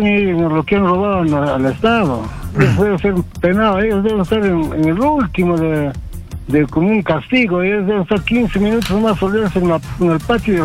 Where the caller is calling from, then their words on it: Lima, Peru; de Cerca de Lima.